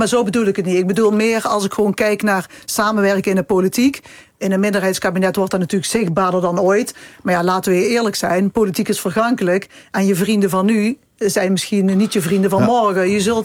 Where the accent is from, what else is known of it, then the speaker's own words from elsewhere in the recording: North Brabant, Netherlands; ik kom uit De Peel.